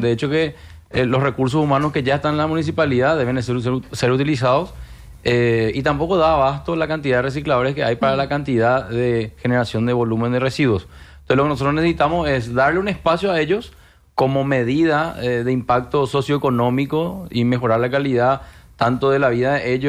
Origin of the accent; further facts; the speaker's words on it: Asunción, Paraguay; yo soy asunceno primero, ¿verdad? Para mí primero está Asunción